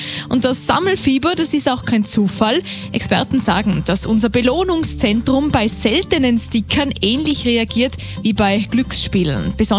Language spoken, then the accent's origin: German; Innsbruck, Tyrol, Austria; Ja, so heißt es bei uns in Innsbruck.